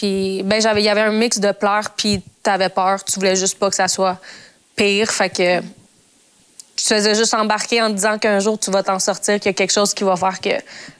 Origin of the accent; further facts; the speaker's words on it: Montreal, Quebec, Canada; Bien, j'ai grandi à Montréal, puis mes parents immigrés au Québec.